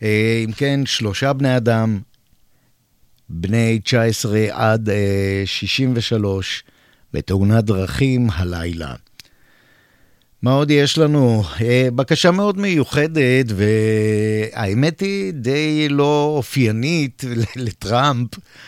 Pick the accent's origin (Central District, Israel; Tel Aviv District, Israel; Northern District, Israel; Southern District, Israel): Central District, Israel; Ramla; born there; moved away; אני גדלתי באזור, את תחילת שנות חיי גדלתי ברמלה